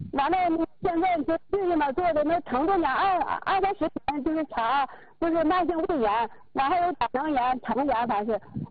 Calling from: Hebei, China; 我是来自河北农村的

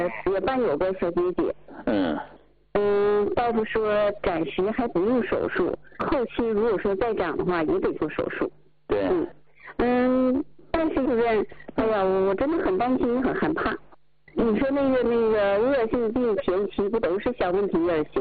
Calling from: Shenyang, Liaoning, China; 我家是沈阳的。

